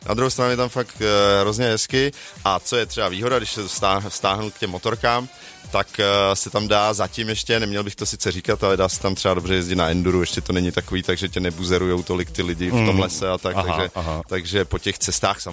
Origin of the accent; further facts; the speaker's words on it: Žďár nad Sázavou, Vysočina Region, Czechia; pocházím z Vysočiny, ze Žďáru nad Sázavou konkrétně. Je to vlastně Vysočina je vyhlášená tím, že tam vlastně nic není, nic se tam moc nedaří.